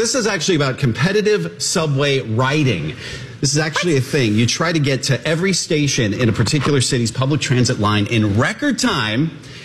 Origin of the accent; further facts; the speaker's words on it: Pacific Northwest, United States; I grew up in the Pacific Northwest. We called the University of Washington UW.